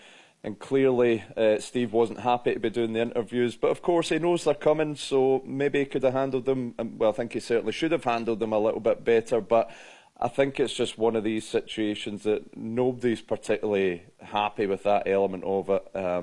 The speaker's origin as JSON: {"language": "English", "region": "Scotland", "country": "United Kingdom", "accent": "Scottish", "said": "once they hear my Scottish accent"}